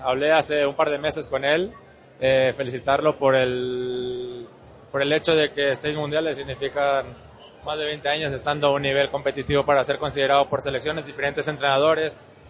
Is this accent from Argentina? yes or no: no; Mexico; yo creo que tenemos como mexicanos, o por lo menos yo, sentirme orgulloso